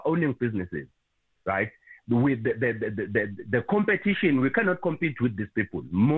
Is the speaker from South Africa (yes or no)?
yes; Secunda, Mpumalanga, South Africa; we grew up here in South Africa.